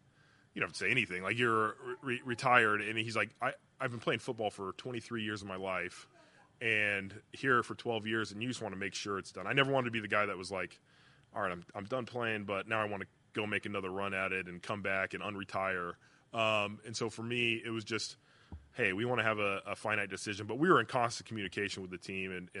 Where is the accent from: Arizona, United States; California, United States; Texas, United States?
California, United States; now in Cleveland, United States; Yeah, I am from Southern California, but I think if you look at my background and family, like, it's based off of, like, blue-collar hard work. And I think at heart, like, there's some Midwest in there, you know what I mean?